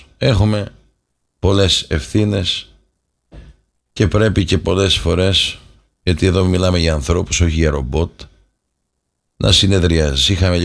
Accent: Greece; η Ελλάδα μας, η χώρα μας, η πατρίδα μας, ο λαός μας

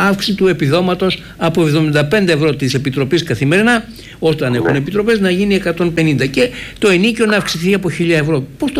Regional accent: Kakovatos, Western Greece, Greece; born there; Το χωριό μου από την αρχαία Ολυμπία, Γιώργο, εκεί που γεννήθηκα, απέχει μόλις 20 χιλιόμετρα.

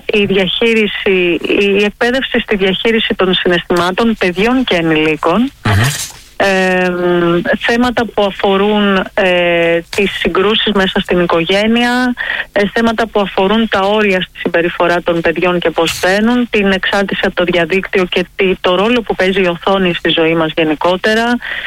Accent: Kalavryta, Western Greece, Greece; Εγώ από τα Καλάβρητα.

